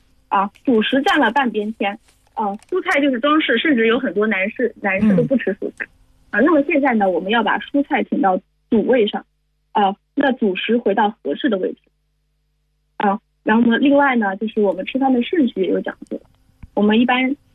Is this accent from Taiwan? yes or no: no; China